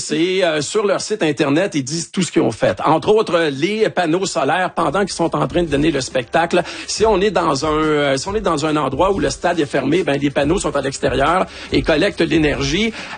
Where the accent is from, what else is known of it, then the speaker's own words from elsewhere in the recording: Portneuf, Quebec, Canada; Moi, je viens de Portneuf